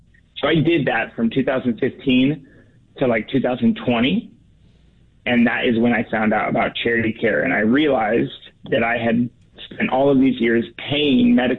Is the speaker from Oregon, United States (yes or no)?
yes; Portland, Oregon, United States; So I grew up in Portland, Oregon. I started this organization after watching my own family go through a medical emergency